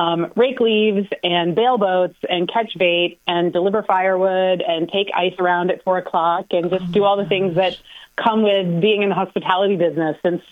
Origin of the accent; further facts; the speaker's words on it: Maine, United States; But I grew up in rural Maine. My parents owned a fishing lodge on the Maine and Canadian border. Mm. So it was very, very rural.